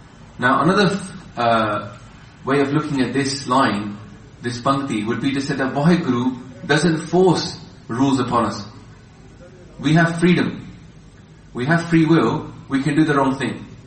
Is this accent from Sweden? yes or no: no; India; When I grew up in India, and over there you could see where the meat came from.